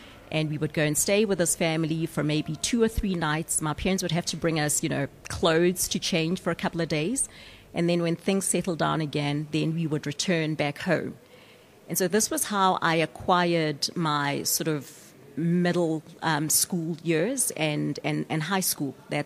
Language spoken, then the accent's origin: English; Johannesburg, Gauteng, South Africa; born there; also born or lived in Mathibestad / Bryanston; I spent my childhood in the village of Matibestad and Alexandra Township and then Bryanston. So, and a lot of South Africans are that, right, where we have a foot in many places, the village, the township, the suburban experience.